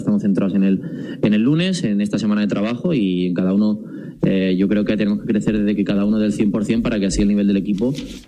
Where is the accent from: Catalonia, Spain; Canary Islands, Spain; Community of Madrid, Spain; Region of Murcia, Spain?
Catalonia, Spain; viví allí, soy catalán, tengo mucha familia allí, que de hecho estarán en el partido.